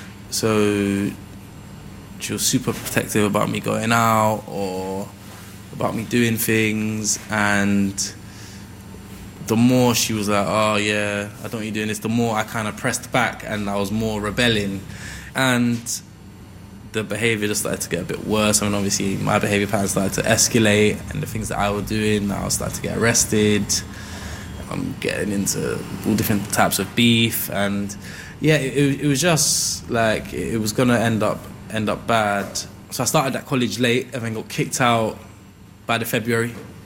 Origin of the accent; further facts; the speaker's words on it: London, United Kingdom; your home country to see what life is really hardship, and to see how privileged you are to have been growing up in London. So my granddad was yeah, cool, you're going to ship you back to Guyana.